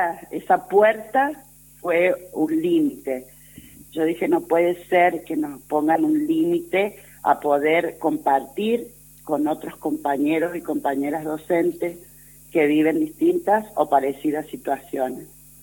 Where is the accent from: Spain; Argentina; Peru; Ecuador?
Argentina; San Juan; moved away as an adult; now in Chubut, Argentina; yo comencé trabajando en San Juan, porque bueno, yo soy de San Juan, pero hace más de 21 años que vivo acá en la Patagonia, en Chubut.